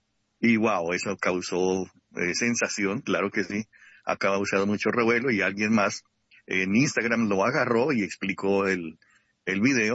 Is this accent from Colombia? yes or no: yes; Bogotá, Colombia; now in Miami, United States; Yo vine de Bogotá, Colombia, y yo trabajaba con RTBC para el Canal 1.